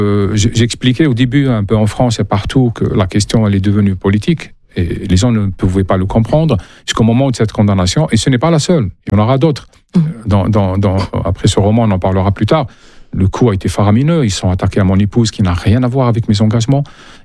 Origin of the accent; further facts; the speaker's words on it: Algeria; moved away as an adult; J'aime mon pays natal. J'aime les arbres, j'aime les tombes des miens, j'aime les miens, j'aime mon quartier, j'aime mon village.